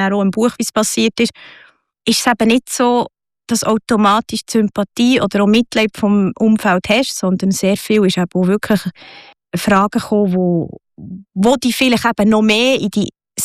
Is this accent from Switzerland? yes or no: yes; Bern, Switzerland; also born or lived in Zürich; durch den Beruf von meinem Vater sind wir recht viel halt rumgekommen. Wir mussten viel zügeln. Und so im Kindergartenalter sind wir dann ins Berner Oberland. Und die Wurzeln waren zwar immer von Bern gewesen, und meine Eltern sind beide von Bern.